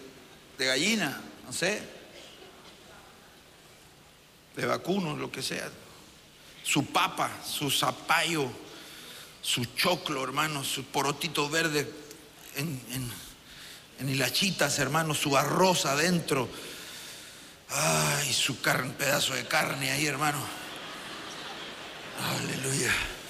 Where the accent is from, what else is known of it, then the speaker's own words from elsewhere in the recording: Santiago, Santiago Metropolitan Region, Chile; Somos santiaguinos prudentes.